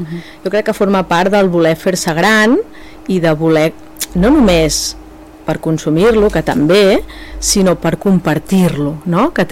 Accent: Palà de Torroella, Catalonia, Spain; born there; Jo havia fet la verema de nena aquí a Palà de Torroella en unes vinyes que manaven els meus avis

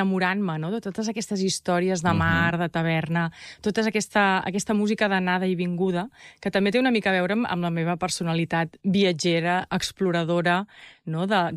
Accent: Catalonia, Spain; jo he crescut molt a l'Empordà

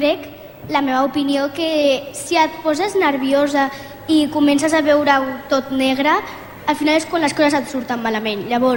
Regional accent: Sant Boi de Llobregat, Catalonia, Spain; per Sant Boi a mi m'encanta, són les meves arrels, Sant Boi, i és el meu poble i ho estimo moltíssim.

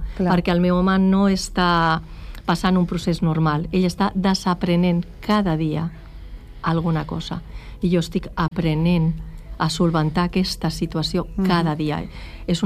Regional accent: Calafell, Catalonia, Spain; now in Santa Oliva, Spain; Jo sóc de Calafell, bueno, ara estic vivint a Santa Oliva, uh-huh, però jo sóc família d'aquí, de Calafell.

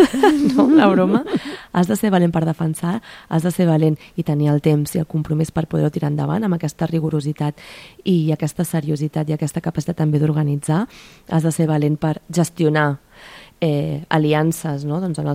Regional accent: Caldes, Catalonia, Spain; La majoria som de Caldes.

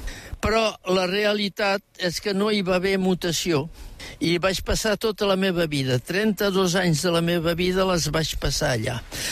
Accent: Collioure, Occitania, France; moved away as an adult; also born or lived in Paris; jo sóc fill d'aquesta terra.

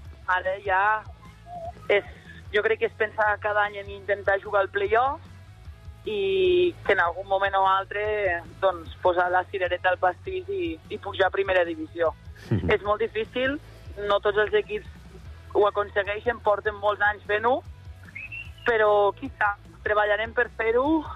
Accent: Catalonia, Spain

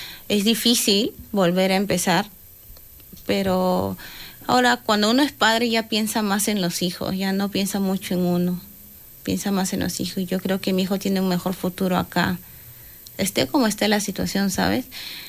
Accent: Peru; moved away; No lo creo, porque la situación en mi país ahorita está muy complicada realmente.

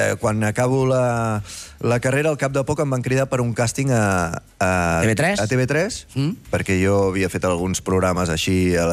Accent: Berga, Catalonia, Spain; Jo soc de Berga

